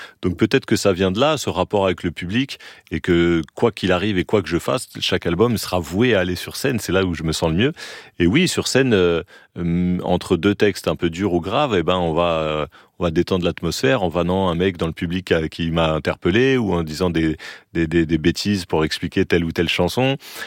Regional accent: Saint-Denis, Île-de-France, France; Je viens de Saint-Denis

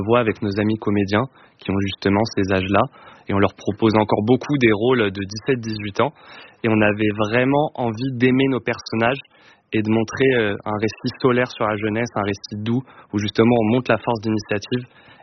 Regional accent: Nantes, Pays de la Loire, France

